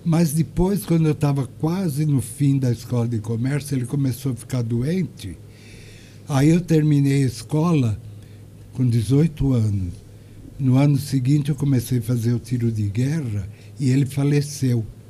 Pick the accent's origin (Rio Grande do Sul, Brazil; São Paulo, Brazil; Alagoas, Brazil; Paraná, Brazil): São Paulo, Brazil; Taquaritinga; Eu nasci em Taquaritinga e lá morei uma grande parte da minha vida, né? Estudei lá, me formei.